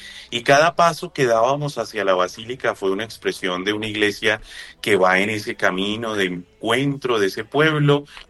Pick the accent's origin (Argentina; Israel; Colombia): Colombia; todos nosotros los colombianos